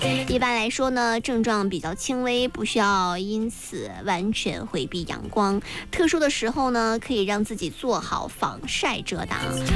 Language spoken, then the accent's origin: Chinese; Shandong, China; born there; 我一个山东人出生在羊角蜜也出生的地方